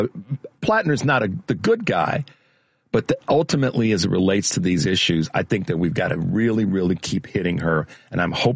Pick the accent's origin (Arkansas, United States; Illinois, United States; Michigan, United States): Illinois, United States; Chicago; I'm from Chicago